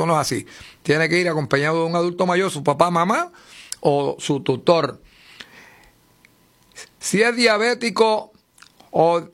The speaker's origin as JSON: {"language": "Spanish", "town": "San Sebastián", "country": "Puerto Rico", "said": "en mi pueblo de San Sebastián de las Vegas del Pepino."}